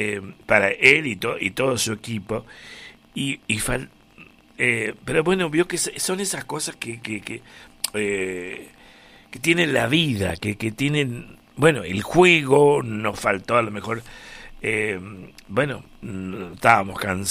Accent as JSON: {"language": "Spanish", "country": "Argentina", "said": "si nos pasa a nosotros como argentinos"}